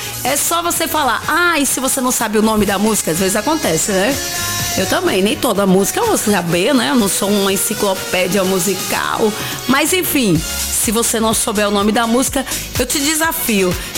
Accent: Brazil; Mas eu sou brasileira.

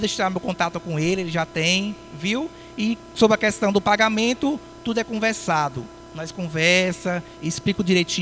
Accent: Bahia, Brazil; eu sou de Botirama, eu tenho uma agência de turismo em Botirama.

